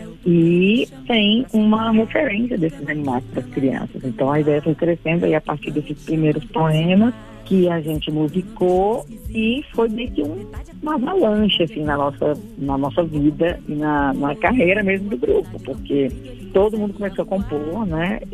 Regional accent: Brasília, Federal District, Brazil; born there; Eu sou nascida em Brasília, sou assim, primeira geração, filha de candangos. Meu pai e minha mãe se conheceram em Brasília

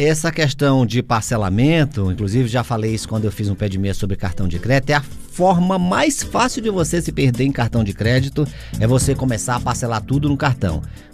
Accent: Teresina, Piauí, Brazil; Olha, como bom teresinense, já conheço, né, esse tipo de clima.

